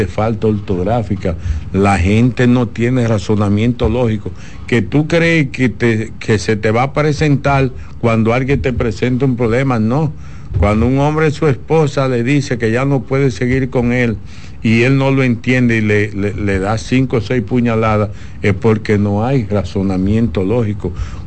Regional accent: Dominican Republic; somos los mismos dominicanos

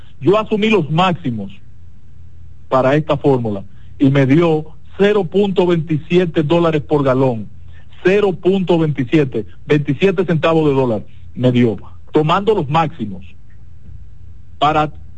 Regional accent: Dominican Republic; Luis nos pidió a los dominicanos

